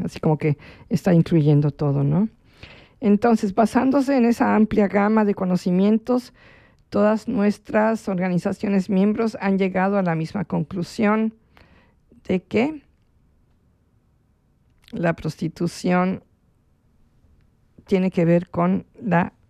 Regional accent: Mexico; now in Switzerland; yo soy mexicana

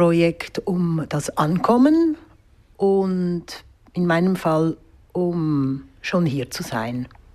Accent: Zurich, Switzerland; komme aus Zürich, aus der Stadt.

